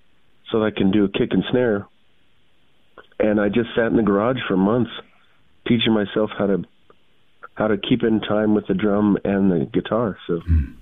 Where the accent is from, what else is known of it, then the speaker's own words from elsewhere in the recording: New Mexico, United States; I am born and raised in New Mexico, southern New Mexico. I grew up kind of in a small mountain town in the Hilo Woods